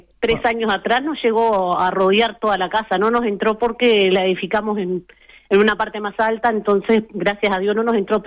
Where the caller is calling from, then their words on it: San José de Mayo, San José, Uruguay; de San José de Mayo.